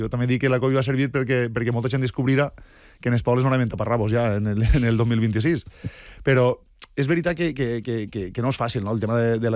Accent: Gavarda, Valencian Community, Spain; I la meva comarca i el meu poble, que te vaig a dir? Jo, en Gavarda, si me digueres, bueno, és un poble que viu al costat del Xúquer.

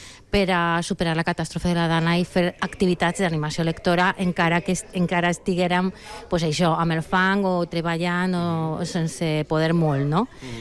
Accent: Zaragoza, Aragon, Spain; Catalan is a second language; Jo sóc de Zaragoza.

